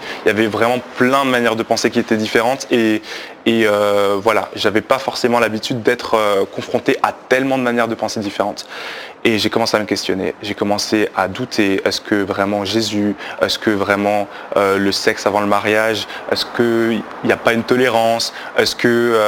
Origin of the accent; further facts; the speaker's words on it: Belgium; Donc j'ai grandi en Belgique, du coup, voilà, j'ai une enfance assez normale avec ma famille qui est chrétienne